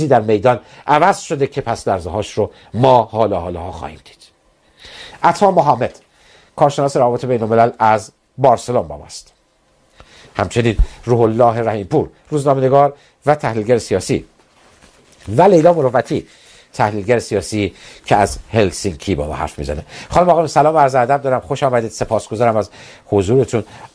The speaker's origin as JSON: {"language": "Persian", "country": "Iran", "said": "من ایرانی هستم،"}